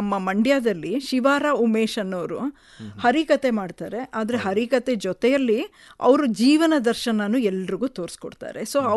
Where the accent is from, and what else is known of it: Mysuru, Karnataka, India